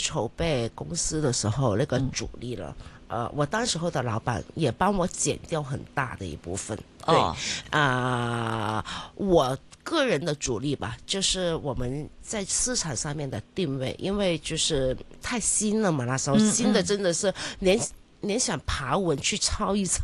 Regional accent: Hong Kong; 但是大部分现在我们香港人很喜欢去的地方，很多都是免隔离了。

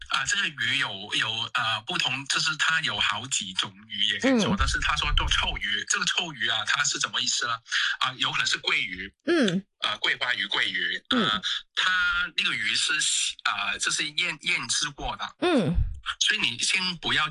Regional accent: Hong Kong; 我们香港人听起来会很喜欢

